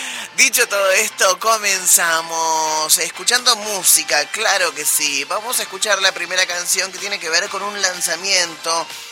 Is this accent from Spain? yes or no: no; Argentina